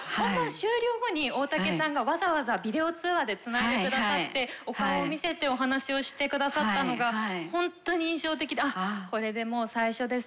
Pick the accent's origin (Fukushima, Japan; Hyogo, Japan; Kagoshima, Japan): Fukushima, Japan; Iwaki; moved away as an adult; now in Sendai, Japan; やっぱり福島のいわきで生まれ育っていますので、はい、地元が